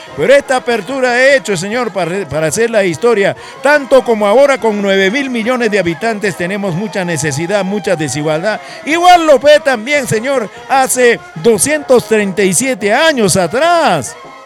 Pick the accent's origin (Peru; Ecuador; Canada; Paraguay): Peru